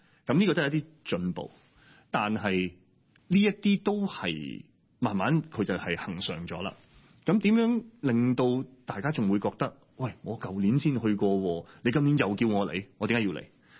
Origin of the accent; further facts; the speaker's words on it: Hong Kong; 我覺得我哋香港人嘅服務好